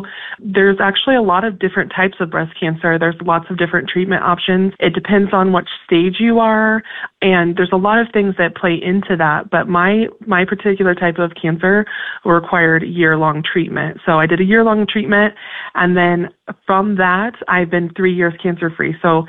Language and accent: English; Burwell, Nebraska, United States; After I moved back to my hometown of Burwell after college